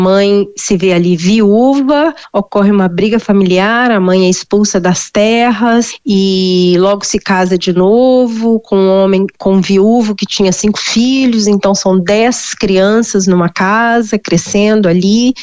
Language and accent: Portuguese; Minas Gerais, Brazil; eu sou mineira, né, eu não tenho relação nenhuma com o Rio Grande do Sul